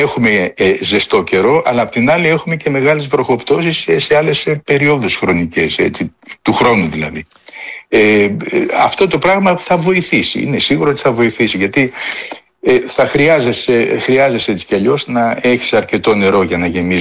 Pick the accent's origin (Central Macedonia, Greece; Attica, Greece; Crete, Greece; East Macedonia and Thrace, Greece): Attica, Greece; Athens; Εγώ πιτσιρικά θυμάμαι που μεγάλωσα στην Αθήνα, υπήρχαν περίοδοι που καίγαν τα πόμολα